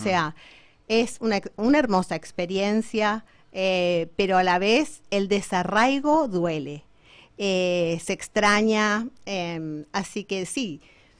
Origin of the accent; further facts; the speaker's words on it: Formosa, Argentina; also born or lived in Raleigh, North Carolina, United States; desde acá, desde Formosa, que es mi terruño al cual amo